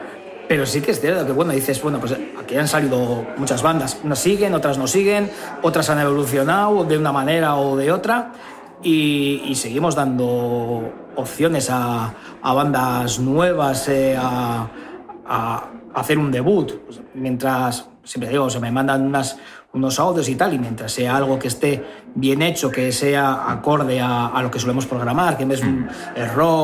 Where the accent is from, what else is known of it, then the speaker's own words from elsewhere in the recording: Bilbao, Basque Country, Spain; yo soy de Santutxu y yo empecé a trabajar en Algorta con 17 años.